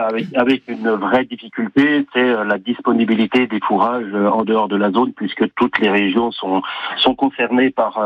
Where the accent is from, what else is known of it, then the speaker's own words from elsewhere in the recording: Bourgogne-Franche-Comté, France; chez nous en Franche-Comté